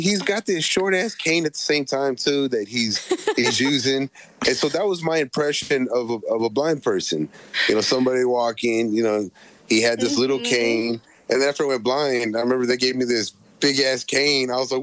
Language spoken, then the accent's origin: English; Fort Worth, Texas, United States; Yeah, born and raised here in Fort Worth. Well, started off at Fort Worth and went to Lake Worth for a little bit, did elementary up there.